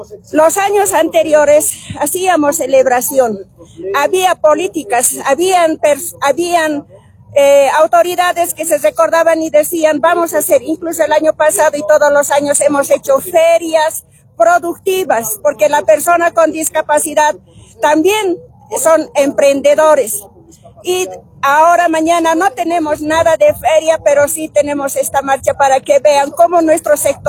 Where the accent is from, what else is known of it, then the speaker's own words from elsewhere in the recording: Bolivia; Nosotras, las personas con discapacidad, también somos bolivianos, también somos ciudadanos